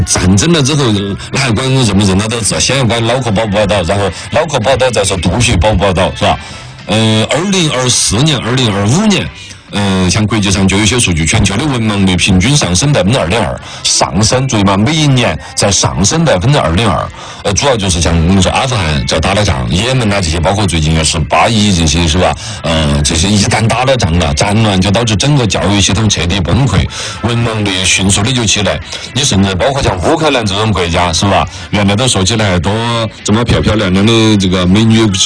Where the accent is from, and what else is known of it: China